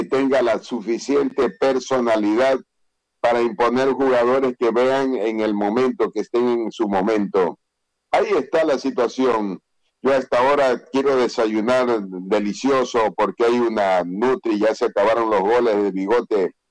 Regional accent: Ecuador; Nosotros como ecuatorianos estamos esperando ya la decisión

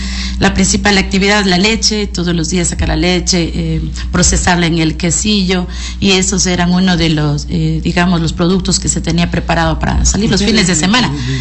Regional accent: Morona Santiago, Ecuador; moved away; Yo soy del Cantón Santiago, prácticamente de la ruralidad. Mi comunidad es Chupianza Chico, una de las más pequeñas.

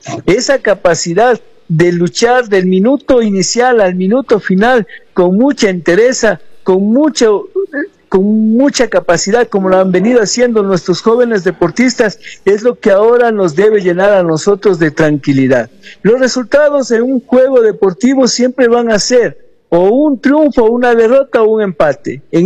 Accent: Ecuador; nosotros como ecuatorianos

